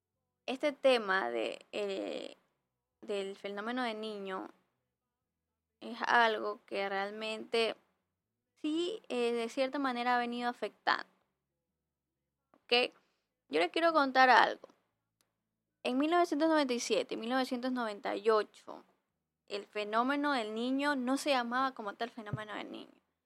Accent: Ecuador; nosotros como ecuatorianos

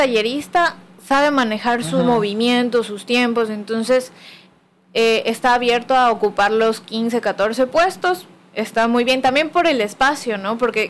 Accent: Quito, Pichincha, Ecuador; moved away as an adult; now in Guayaquil, Ecuador; como me pueden escuchar por el acento, yo soy de Quito. Soy de Quito, vine acá a estudiar artes a Guayaquil.

